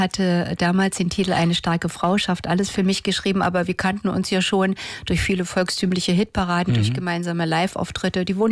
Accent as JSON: {"language": "German", "region": "Lusatia", "country": "Germany", "said": "die Lausitz wird immer schöner. Und das ist ja meine alte Heimat. Die Wurzeln sind sehr tief."}